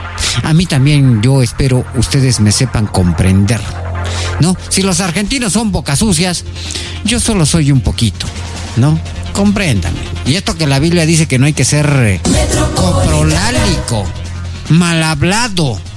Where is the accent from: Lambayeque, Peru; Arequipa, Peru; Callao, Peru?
Arequipa, Peru